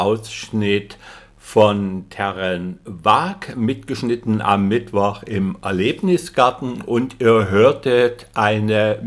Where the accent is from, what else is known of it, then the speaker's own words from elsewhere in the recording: Saxony, Germany; Er ist geboren in der Umgebung von Leipzig, kommt also aus meiner Gegend